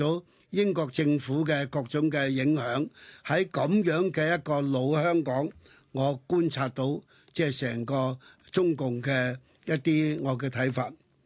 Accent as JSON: {"language": "Chinese", "town": "Chaozhou", "region": "Guangdong", "country": "China", "said": "所以最近有一套电影讲到这个阿妈，我们潮州人叫做阿妈了"}